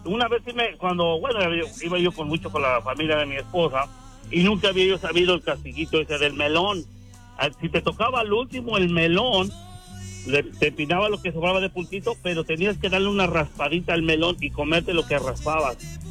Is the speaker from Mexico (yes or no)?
yes; Hidalgo, Mexico; Soy de Hidalgo y yo sé de eso.